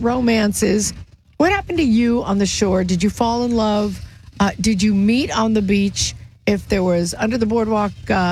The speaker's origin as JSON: {"language": "English", "town": "Deal", "region": "New Jersey", "country": "United States", "tie": "born or raised there", "said": "I grew up in Deal."}